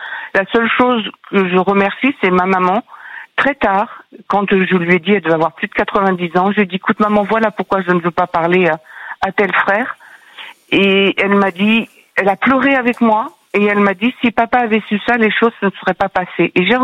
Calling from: Brittany, France; Donc, j'habite en Bretagne. Mmh. J'ai 64, bientôt 65 ans.

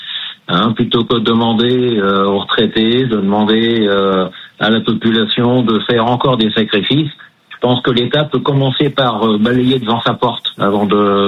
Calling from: Landemont, Pays de la Loire, France; Je vous appelle d'un côté d'Anceny, une toute petite commune qui s'appelle Landemont.

